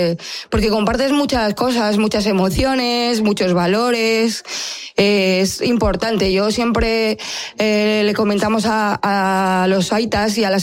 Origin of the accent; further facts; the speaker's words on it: Madrid, Community of Madrid, Spain; moved away as an adult; now in Bilbao, Spain; yo vengo de Madrid, vine por este proyecto y llevo aquí 3 años en esta ciudad y me ha enamorado Bilbao. No quiero volver a Madrid.